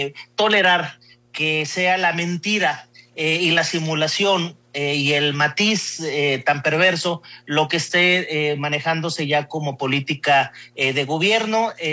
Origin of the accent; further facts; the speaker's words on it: Baja California, Mexico; Yo estoy muy apenado verdaderamente por todo lo que está pasando en mi tierra.